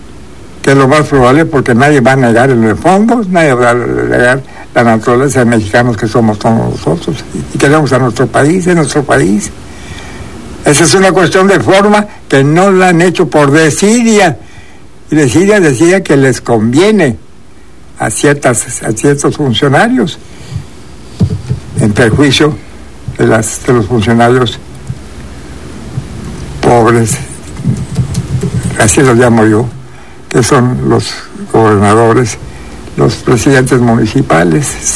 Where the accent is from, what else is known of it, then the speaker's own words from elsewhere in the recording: Mexico; porque somos mexicanos de corazón, todos nosotros